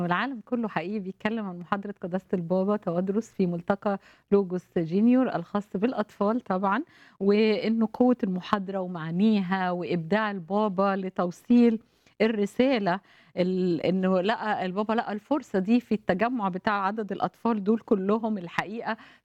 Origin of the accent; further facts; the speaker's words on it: Egypt; مصر بلدنا